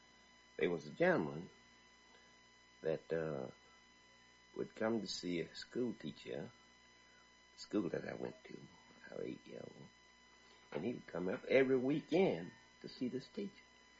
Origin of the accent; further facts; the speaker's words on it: Avalon, Mississippi, United States; also born or lived in Tioc; a little place they call Tioc, Mississippi. And they brought me up to Avalon when I was just a baby. I grew up in Avalon.